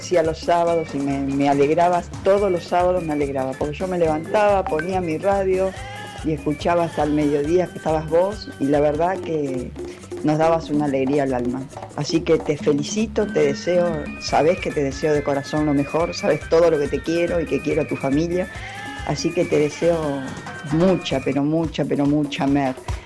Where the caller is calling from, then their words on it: La Plata, Buenos Aires Province, Argentina; de La Plata.